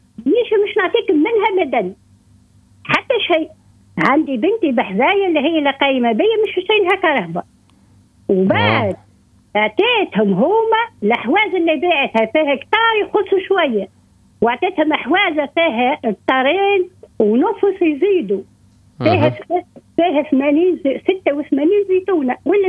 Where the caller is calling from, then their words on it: Mahdia, Mahdia Governorate, Tunisia; من المهدية.